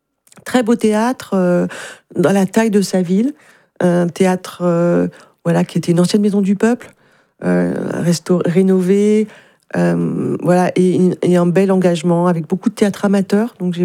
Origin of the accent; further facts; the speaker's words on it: Le Mans, Pays de la Loire, France; born there; Moi, je suis née au Mans, et donc j'ai été baignée, j'ai été éduquée par le Repas Jazz Festival.